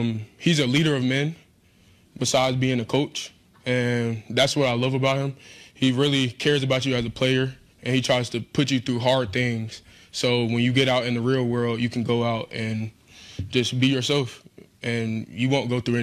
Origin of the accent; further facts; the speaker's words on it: the South, United States; moved away as an adult; now in West Virginia, United States; I'm from the South, so like, you know, it don't get cold down there.